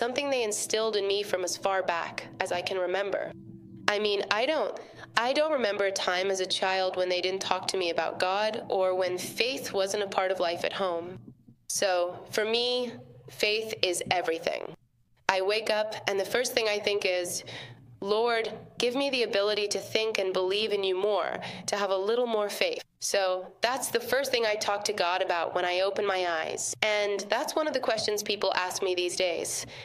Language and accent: English; Venezuela; I'm from Venezuela, 27 years old. People think I'm older, but I'm not.